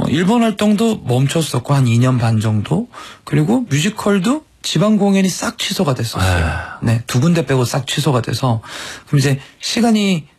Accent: Busan, South Korea; now in Seoul, South Korea; 고향이 부산에

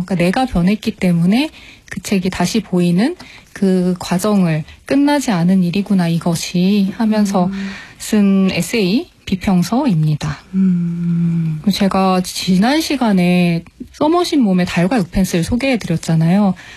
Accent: Donghae, Gangwon, South Korea; 근데 제가 10대 시절을 동해시에서 보냈거든요. 그래서 어린 시절에 살던 동네 근처 네.

